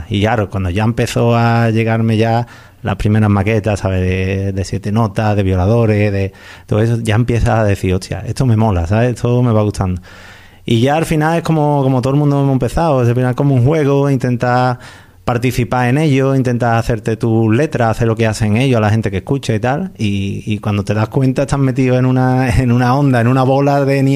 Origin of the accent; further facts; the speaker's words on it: Alcalá de Guadaíra, Andalusia, Spain; Como empiezas a escuchar música, te empiezan a llegar y claro, yo soy de Alcalá de Guadaíra.